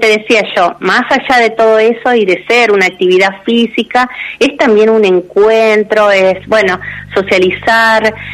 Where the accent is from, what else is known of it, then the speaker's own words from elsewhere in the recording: Santa Fe, Argentina; Y como vos decías, somos tres santafesinas.